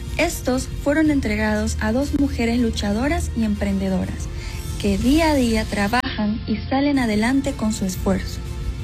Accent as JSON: {"language": "Spanish", "town": "La Troncal", "region": "Cañar", "country": "Ecuador", "said": "diferentes sectores de mi querida Troncal."}